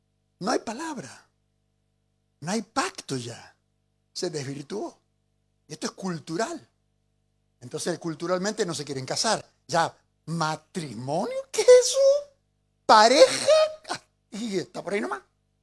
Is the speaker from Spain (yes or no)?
no; Mendoza, Argentina; los menducos tenemos ese término, más o menos.